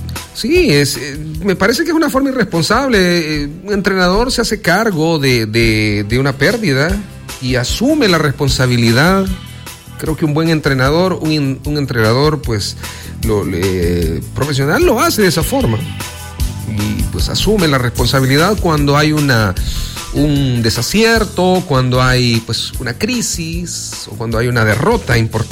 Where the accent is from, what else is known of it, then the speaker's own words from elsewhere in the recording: El Salvador; Más allá de que soy salvadoreño